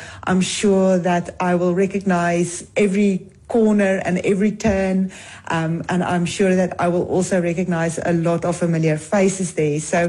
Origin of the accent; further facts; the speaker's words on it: Free State, South Africa; moved away; As a freestyle girl myself, who spent my entire young years growing up in the Free State, who called Mangaung home for many years studying there